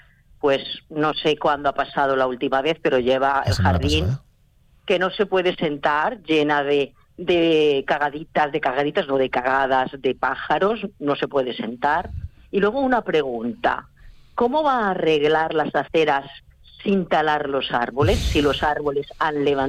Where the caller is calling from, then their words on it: Spain; Soy una vecina de La Portalada.